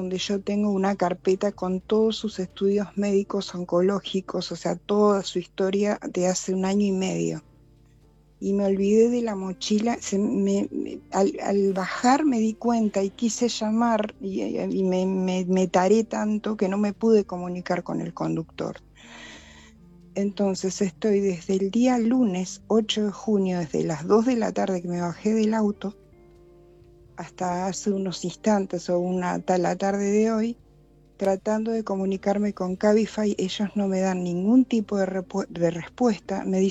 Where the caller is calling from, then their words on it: Buenos Aires, Argentina; De Caballito